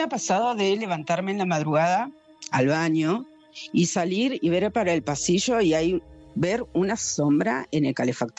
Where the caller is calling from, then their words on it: Río Gallegos, Santa Cruz, Argentina; Soy de Río Gallegos